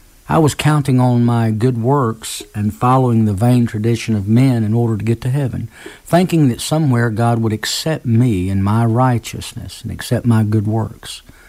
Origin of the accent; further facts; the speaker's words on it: Tennessee, United States; now in Milton, Florida, United States; I grew up in Tennessee